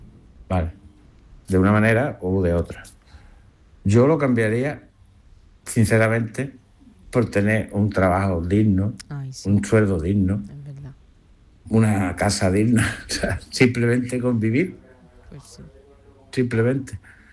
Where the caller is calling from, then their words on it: Algeciras, Andalusia, Spain; de Algeciras.